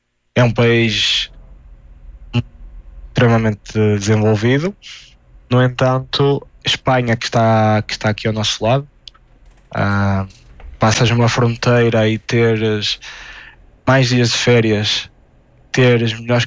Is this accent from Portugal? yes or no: yes; Ponte de Lima, Norte, Portugal; eu, que sou de Ponte Lima